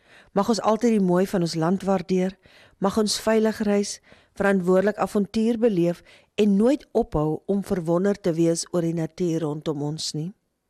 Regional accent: Namibia; En vir ons as Namibiërs is dit 'n herinnering aan hoe ongelooflik bevoorreg ons is om in so 'n mooi land te leef.

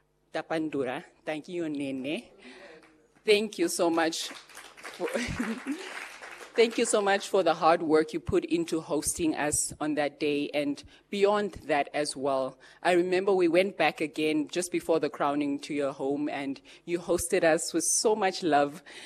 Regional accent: Namibia; although I come from the South.

